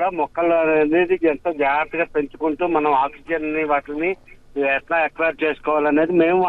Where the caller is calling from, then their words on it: Hyderabad, Telangana, India; నేను హైదరాబాద్ నుంచి మాట్లాడుతున్నా.